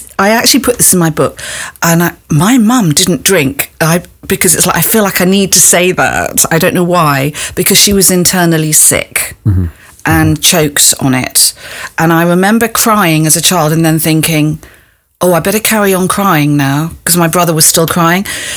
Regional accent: Nigeria; born there; also born or lived in Ghana; So I was born in Nigeria.

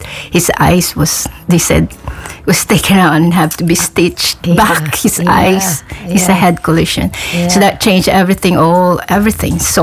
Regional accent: Philippines; now in England; I was born in the Philippines, late 60s.

